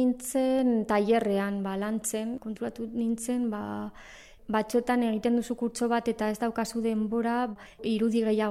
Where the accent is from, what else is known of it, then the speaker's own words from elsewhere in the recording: Bilbao, Basque Country, Spain; eta Bilbotik nator